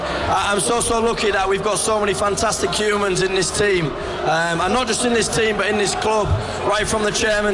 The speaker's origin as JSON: {"language": "English", "town": "Hull", "region": "Yorkshire and the Humber", "country": "United Kingdom", "tie": "born or raised there", "said": "to stand here as captain of my hometown club"}